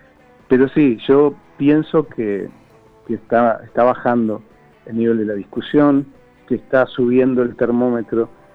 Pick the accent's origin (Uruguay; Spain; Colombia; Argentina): Uruguay; also born or lived in Paraguay; Siempre hablábamos como uruguayos